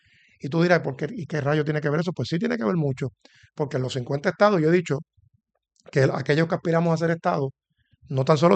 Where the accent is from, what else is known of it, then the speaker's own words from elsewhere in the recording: Puerto Rico; yo creo que ya como puertorriqueños y puertorriqueñas tenemos que empezar a trabajar